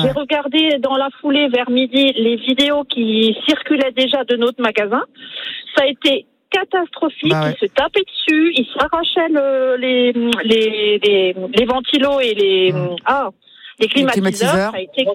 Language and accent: French; Wittenheim, Grand Est, France; Alors, je suis, on est de Wittenheim, mais on est sur la route pour partir en vacances une semaine.